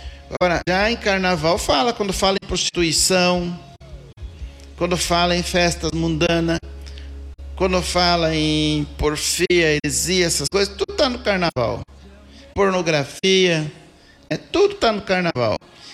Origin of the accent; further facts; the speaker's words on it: Brazil; eu sou uma pessoa que eu sou brasileiro.